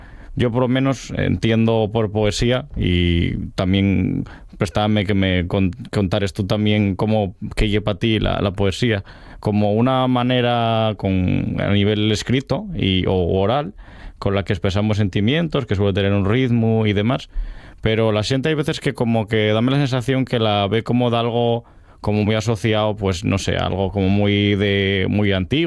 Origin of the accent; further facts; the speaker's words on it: Asturias, Spain; Y creo que ahí, pues, como asturianos igual no somos conscientes del potencial que tenemos ahí.